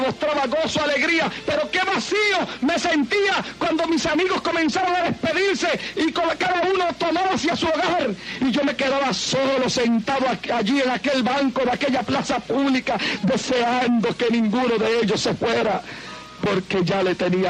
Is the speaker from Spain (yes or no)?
no; Santa Isabel, Puerto Rico; moved away; en la playa de Santa Isabel, en mi pueblo